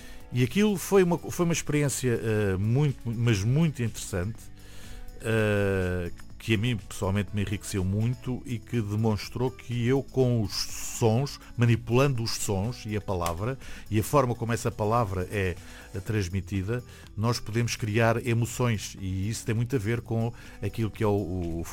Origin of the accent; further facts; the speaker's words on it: Reguengos de Monsaraz, Alentejo, Portugal; no Alentejo, eu sou de Reguengos